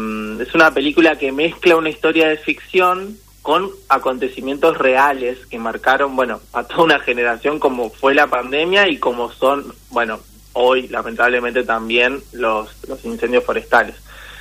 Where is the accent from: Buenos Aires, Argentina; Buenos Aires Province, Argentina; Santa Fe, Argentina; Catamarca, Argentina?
Santa Fe, Argentina; moved away; yo soy de Ciudad de Santa Fe, y acá estoy en Ciudad de Santa Fe